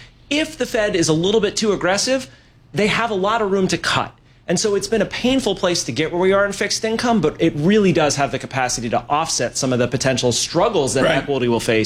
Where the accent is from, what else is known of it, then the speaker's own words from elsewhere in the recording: San Diego, California, United States; Oh, I grew up in San Diego, so for me, it's definitely the Padres.